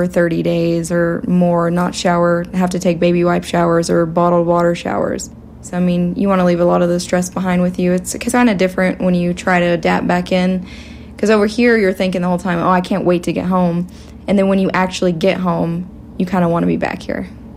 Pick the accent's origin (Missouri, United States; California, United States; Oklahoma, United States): Oklahoma, United States; Haleyville; I'm originally from Haleyville, Oklahoma.